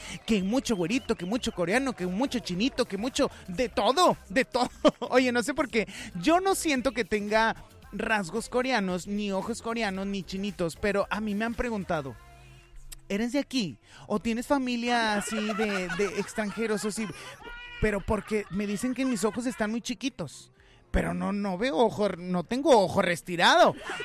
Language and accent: Spanish; Monterrey, Nuevo León, Mexico; Claro, así somos los regiomontanos. Somos bien inventados.